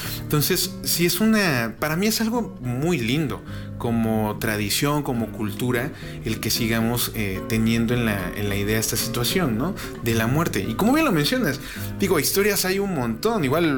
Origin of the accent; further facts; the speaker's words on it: Mexico; como mexicanos tenemos un amor odio quizá, o un amor más por la muerte, por esta figura y por las tradiciones.